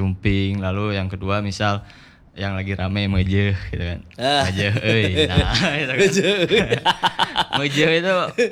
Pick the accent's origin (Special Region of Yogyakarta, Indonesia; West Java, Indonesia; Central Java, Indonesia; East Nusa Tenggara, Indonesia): West Java, Indonesia; Lembang; memang di latar belakangi saya di Lembang ya, saya orang asli Lembang